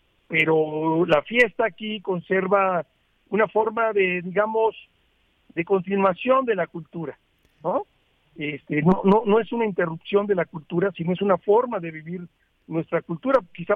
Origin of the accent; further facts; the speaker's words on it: Mexico; Seguiremos siendo mexicanos, orgullosos de nuestros triunfos, pero también unidos por la derrota.